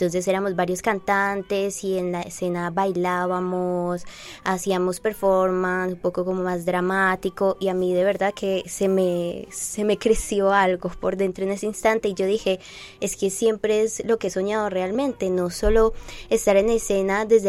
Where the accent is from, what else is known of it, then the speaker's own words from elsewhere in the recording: Medellín, Antioquia, Colombia; born there; Yo nací en Moravia, mi familia creció allí, se enraizó allí, todavía hay muchos familiares que viven en este lugar